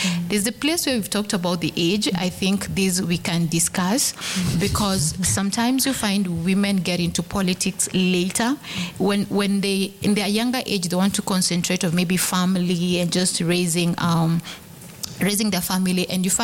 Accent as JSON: {"language": "English", "region": "Kisumu County", "country": "Kenya", "said": "I come from Kisumu County, and so I feel very, very happy to be here."}